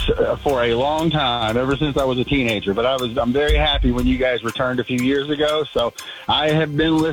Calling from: Alpharetta, Georgia, United States; I am currently at work in Alpharetta, Georgia.

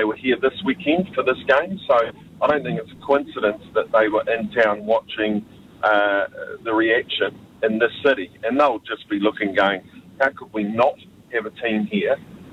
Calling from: Christchurch, Canterbury, New Zealand; here in I'm calling from Christchurch

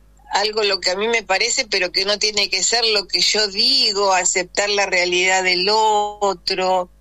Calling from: Merlo, Buenos Aires Province, Argentina; Soy de Merlo. De acá del oeste.

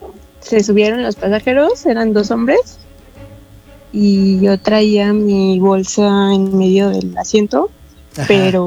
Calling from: Mexico City, Mexico; De aquí, de la CDMX

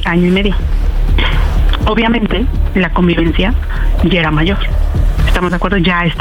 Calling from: Cuautitlán Izcalli, State of Mexico, Mexico; Yo vivo en Cuautlán Izcalli.

